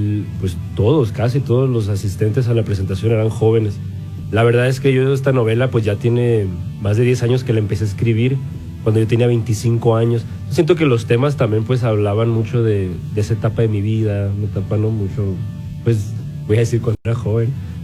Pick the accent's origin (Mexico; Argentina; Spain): Mexico; Caborca, Sonora; el muchacho de Caborca Sonora, que le gusta escribir, que le gusta el cine